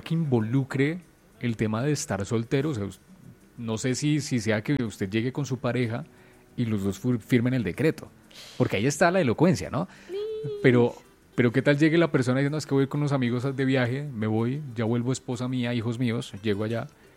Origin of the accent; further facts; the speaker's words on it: Colombia; Porque somos colombianos.